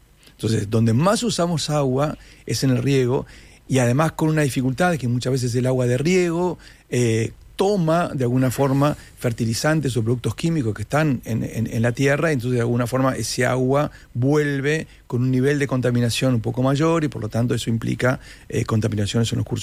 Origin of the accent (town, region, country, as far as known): Uruguay